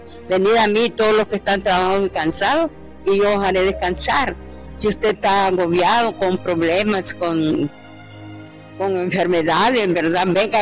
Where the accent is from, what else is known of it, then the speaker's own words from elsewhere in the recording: Campo Cielo, Comayagua, Honduras; Campo Cielo, Comayagua.